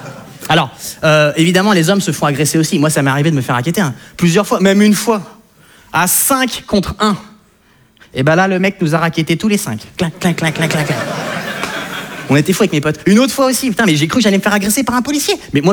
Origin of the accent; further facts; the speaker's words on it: France; je suis français, mais j'ai des origines hollandaises, belges, françaises, mongoles, chinoises, turques et suédoises.